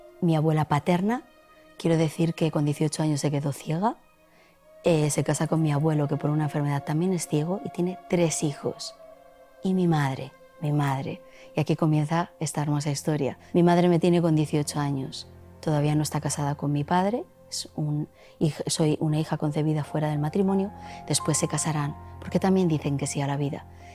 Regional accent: Spain; born there; tengo 47 años, soy española, nací aquí en este hermoso país, España.

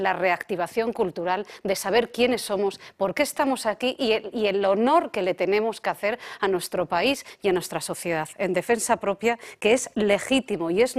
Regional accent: Asturias, Spain; yo precisamente soy asturiana

